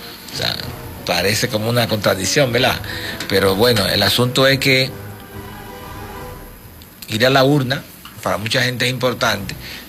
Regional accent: Dominican Republic

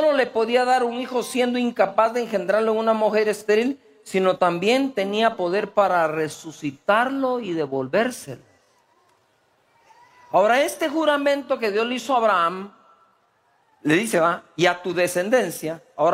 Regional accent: Guatemala; El que quieren que haga, si soy chapín también, ni modo que voy a dejar de ser chapín aquí.

